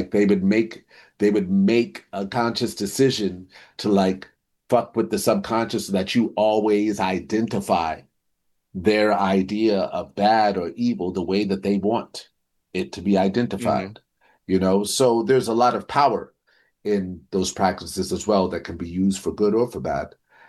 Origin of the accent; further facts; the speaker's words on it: New York, United States; from theater, growing up in New York, going to plays, musicals, and you know, traditional theater.